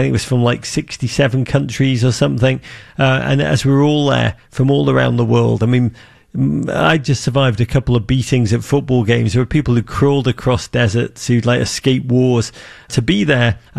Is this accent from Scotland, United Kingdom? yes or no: no; Liverpool, North West England, United Kingdom; I grew up in Liverpool at a time when the economy was terrible in Britain and the North was ravaged post-industrially.